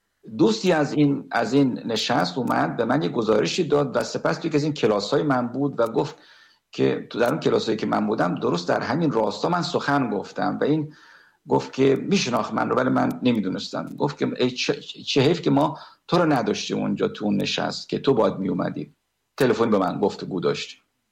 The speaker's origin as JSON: {"language": "Persian", "country": "Iran", "said": "خب منم ایرانی هستم،"}